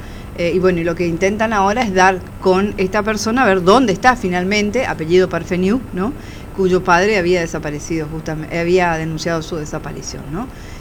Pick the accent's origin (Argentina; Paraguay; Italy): Argentina; somos argentinos